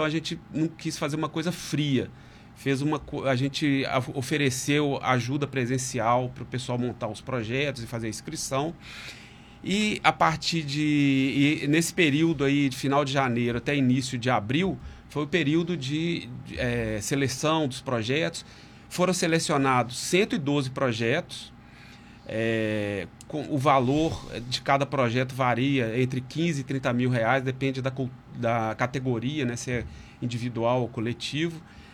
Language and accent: Portuguese; Minas Gerais, Brazil; now in Maceió, Brazil; porque eu não sou daqui de Maceió. Tem 3 anos que eu moro aqui. Eu fiquei, assim, completamente deslumbrado com a cultura. Eu sou de Minas Gerais.